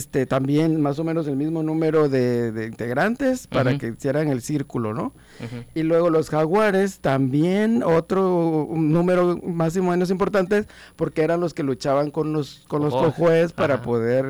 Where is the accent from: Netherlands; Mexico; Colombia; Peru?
Mexico; Tenosique, Tabasco; yo soy de Tenosique.